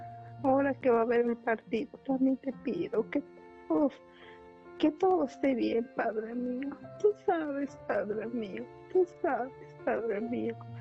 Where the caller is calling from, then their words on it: Mexico City, Mexico; Hablo de la Ciudad de México.